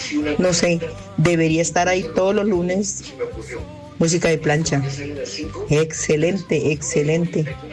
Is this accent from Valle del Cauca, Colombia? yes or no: no; Planadas, Tolima, Colombia; moved away as an adult; cuando yo me vine de mi pueblo, que es un pueblo Planadas, Tolima, me conocí aquí con el que fue mi esposo